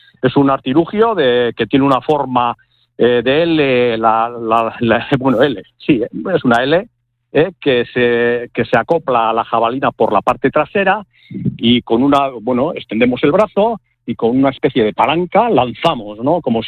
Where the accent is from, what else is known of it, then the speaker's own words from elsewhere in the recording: Barrika, Basque Country, Spain; yo soy de Vizcaya, soy de Barrica, Vizcaya, la desembocadura del río Nervión.